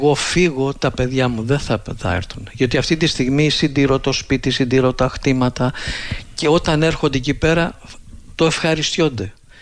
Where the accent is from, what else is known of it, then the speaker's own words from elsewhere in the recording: Mathraki, Ionian Islands, Greece; Όταν βγήκα όμως έξω και είδα τον κόσμο, τότε κατάλαβα τι σημαίνει Μαθράκη για μένα.